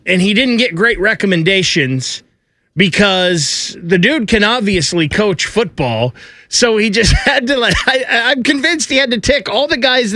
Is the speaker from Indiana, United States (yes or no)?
yes; Indiana, United States; I think the two things that I always remember the most from growing up in Indiana football